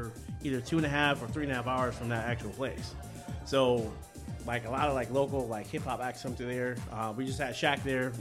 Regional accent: Youngstown, Ohio, United States; But I'm actually from Youngstown, Ohio. So that's where you probably heard the Ohio part from.

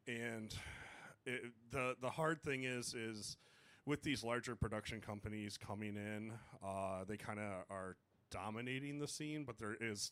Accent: Detroit, Michigan, United States; when I grew up in Detroit, I always thought Detroit was a big city until I went to Chicago or Toronto. And I was like, man, Detroit is tiny

